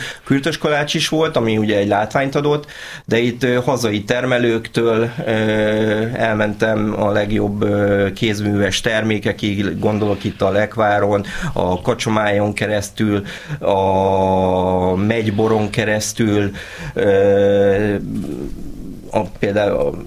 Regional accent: Csepel, Budapest, Hungary; Egy csepeli srác vagyok, aki megragadta a lehetőséget

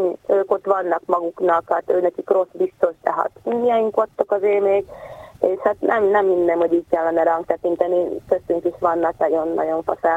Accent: Felvidék, Slovakia; hogyha nem tudod, hogy ez problémája a szlovákoknak a felvidék szó, akkor mit tudsz rólunk?

